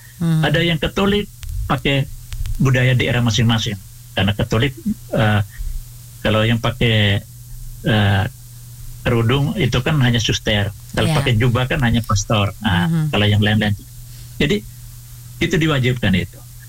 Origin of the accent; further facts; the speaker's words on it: Flores, East Nusa Tenggara, Indonesia; kami orang Flores